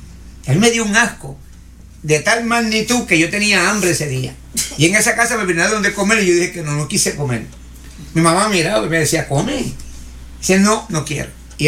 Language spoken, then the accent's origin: Spanish; Puerto Rico; now in United States; Cuando yo vine de Puerto Rico para Estados Unidos, que no vine porque me dio la gana de venir, porque Dios me trajo.